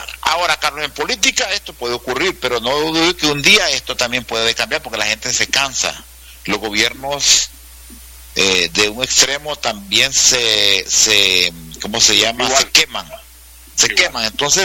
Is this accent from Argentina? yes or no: no; Honduras; nosotros, como seres humanos acá, como hondureños